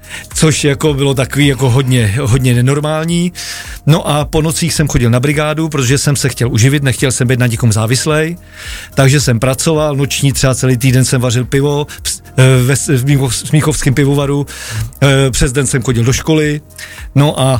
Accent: Prague, Czechia; já jsem kluk z Prahy, který jsem narodil v Praze, měl jsem rodiče v Praze

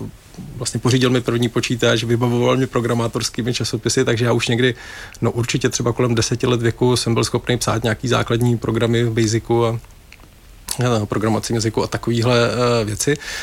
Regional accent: Brno, South Moravian Region, Czechia; já jsem teda z Brna původem a chodil jsem na Gimple

